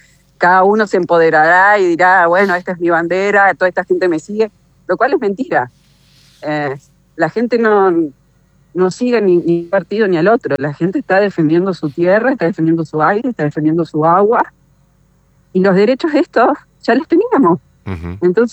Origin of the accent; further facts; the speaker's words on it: Argentina; somos todos argentinos, este es nuestro suelo